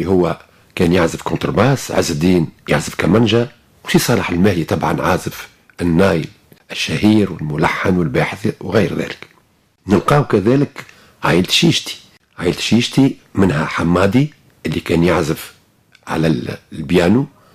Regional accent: Tunisia; ولكن عندنا في تونس عديد العائلات الموسيقية

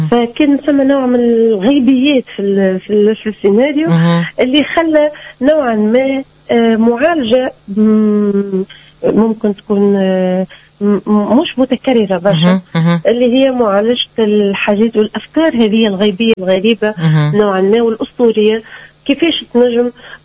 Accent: Tunisia; accent: Tunisian; إحنا لهجتنا جميلة

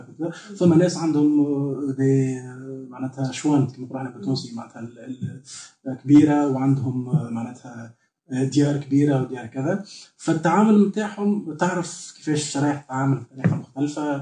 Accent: Sousse, Sousse Governorate, Tunisia; born or raised there

